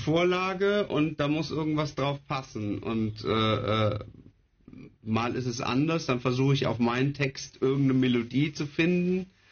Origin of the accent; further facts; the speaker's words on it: Germany; wenn ich als Deutscher englische Texte schreibe